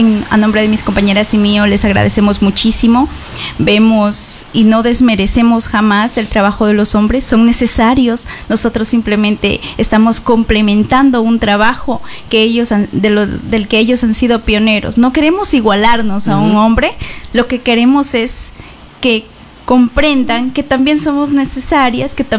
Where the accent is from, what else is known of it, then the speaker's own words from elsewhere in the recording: Yantzaza, Zamora-Chinchipe, Ecuador; nos ha visto crecer y amamos realmente a Yanzaza. Es una ciudad de muchas oportunidades